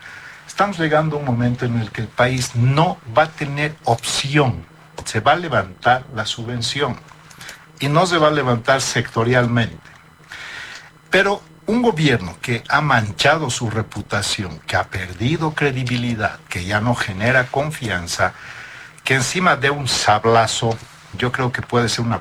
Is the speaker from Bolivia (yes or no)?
yes; Bolivia